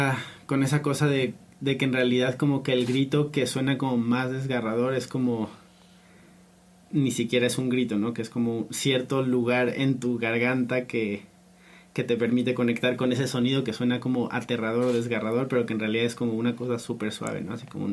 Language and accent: Spanish; Mexico; como que crecí moviéndome mucho en México